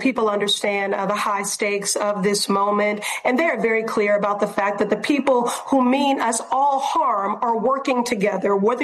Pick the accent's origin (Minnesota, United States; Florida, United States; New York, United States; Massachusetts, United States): Massachusetts, United States; Well, Rev, I came here from Massachusetts because I believe our destinies are tied from Massachusetts to Michigan.